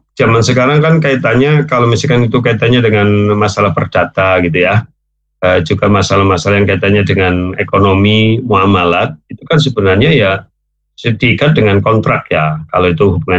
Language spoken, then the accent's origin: Indonesian; Indonesia